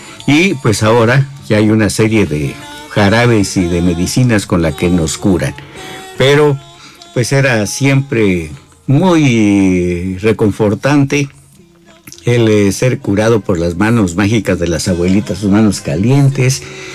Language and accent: Spanish; San Cristóbal de las Casas, Chiapas, Mexico; en aquellos lejanos años en los que crecimos en el San Cristóbal, que pues ya ha cambiado tanto en estos últimos años que estamos viviendo.